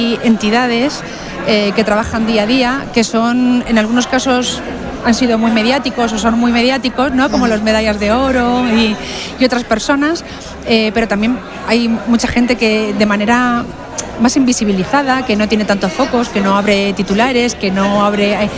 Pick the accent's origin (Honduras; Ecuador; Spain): Spain; Castilla-La Mancha; somos castellano-manchegos, somos españoles